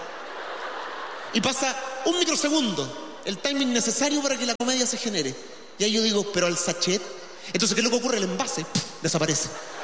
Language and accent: Spanish; Chile; Como que cada vez como chilenos queremos cambiarlo todo